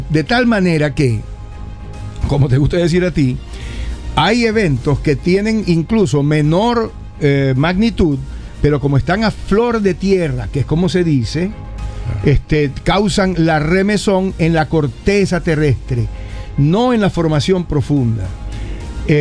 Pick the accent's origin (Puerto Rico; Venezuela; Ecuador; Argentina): Venezuela; Somos todos venezolanos